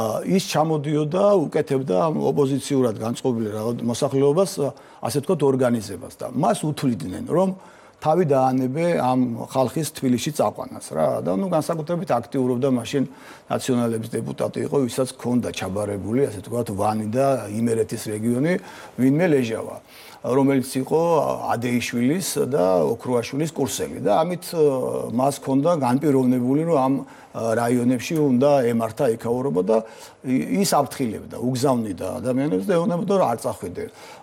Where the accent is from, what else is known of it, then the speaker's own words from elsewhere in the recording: Vani, Imereti, Georgia; მე წარმოშობით ვანიდან ვარ, იმ რაიონში მუშაობდი